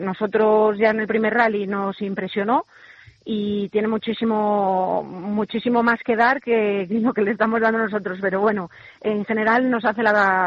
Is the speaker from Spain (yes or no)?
yes; Ponferrada, Castile and León, Spain; Sí, León es mi tierra, aunque bueno, ya sabéis que yo soy medio, al final soy de Ponferrada